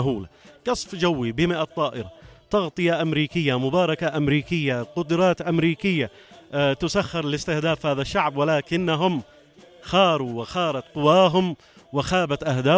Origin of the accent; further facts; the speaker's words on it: Yemen; أبناء شعبنا اليمني